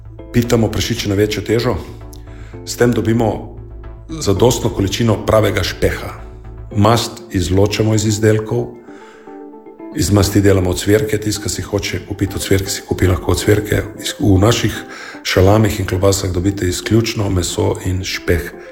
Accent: Kanal ob Soči, Gorizia, Slovenia; Doma smo pa iz Seniškega brega, iz občine Seniški breg 5, kanal ob Soči, to je vzhodni vstopni del Banjške planote.

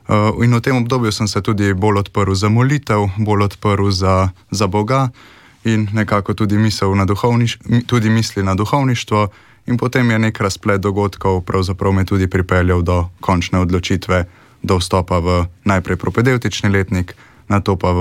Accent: Moravče, Central Slovenia, Slovenia; born there; prihajam iz Župnije Moravče, doma nas je 5 otrok, sam sem najstarejši med njimi, odraščal sem na podeželju, tako idilično

